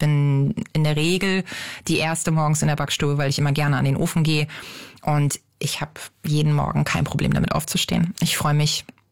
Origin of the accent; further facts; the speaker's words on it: Northern Germany, Germany; now in Berlin, Germany; Also ich komme jetzt nur aus dem Norden